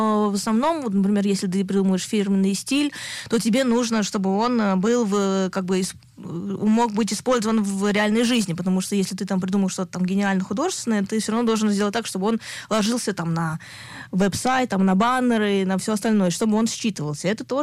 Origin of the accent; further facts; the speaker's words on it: Moscow, Russia; born there; Я родилась в Москве в 91 году.